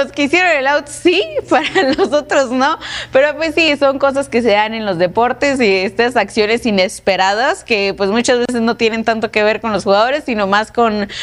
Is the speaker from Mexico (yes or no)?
yes; Mexico